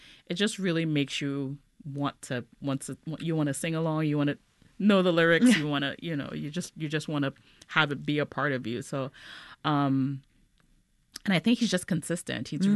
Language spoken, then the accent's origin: English; Trinidad & Tobago; And I think for every child growing up in Trinidad, you know, we remember this.